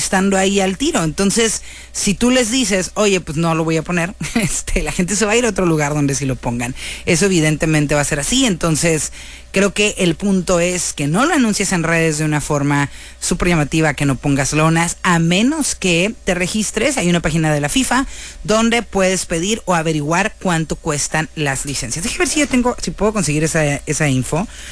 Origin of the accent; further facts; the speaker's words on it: Mexico; como buenos mexicanos, somos muy creativos